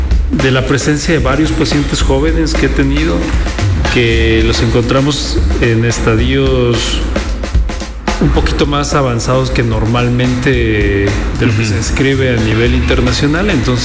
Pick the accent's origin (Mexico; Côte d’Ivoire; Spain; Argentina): Mexico; now in Loja, Ecuador; Yo soy mexicano.